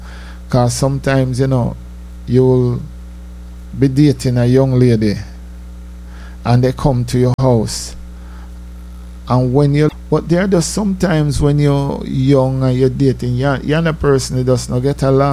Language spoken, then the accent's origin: English; Jamaica; moved away; also born or lived in White Plains